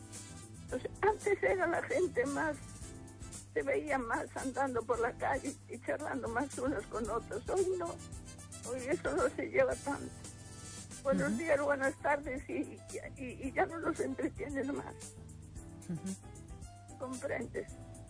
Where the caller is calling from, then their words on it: Ourense, Galicia, Spain; de Orense, cielo.